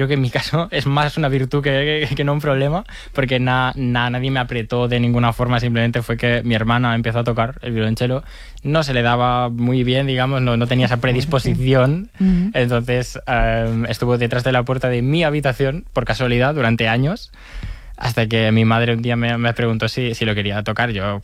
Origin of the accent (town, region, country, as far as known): Barcelona, Catalonia, Spain